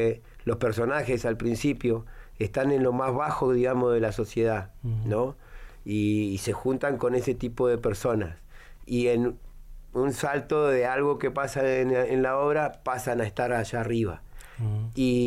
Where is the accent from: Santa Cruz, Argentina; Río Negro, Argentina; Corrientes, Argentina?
Santa Cruz, Argentina; Río Gallegos; De acá, de Río Gallegos.